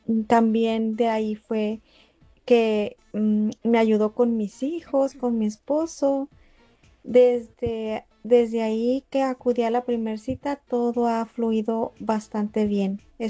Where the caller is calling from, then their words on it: Tijuana, Baja California, Mexico; Yo vivo en Tijuana